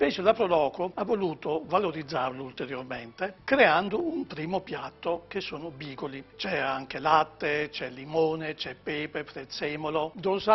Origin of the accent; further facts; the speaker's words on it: Taurasi, Campania, Italy; now in Due Carrare, Italy; Io provengo dal paese di Taurasi, in provincia di Avellino, che è un paese agricolo.